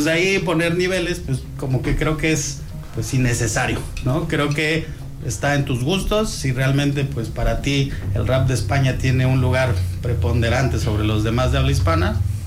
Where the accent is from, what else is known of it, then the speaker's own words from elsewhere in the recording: Mexico; nosotros como mexicanos, la banda que estamos en esto